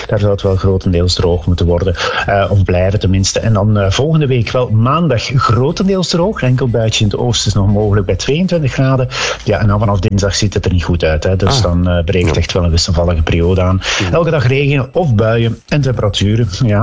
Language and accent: Dutch; Ghent, Flanders, Belgium; Ik ben geboren en getogen in Gent.